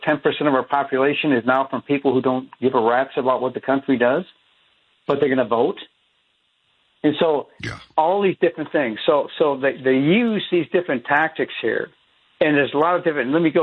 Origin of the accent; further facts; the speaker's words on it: Virginia, United States; Look at the districting, redistricting they tried here in my home state of Virginia.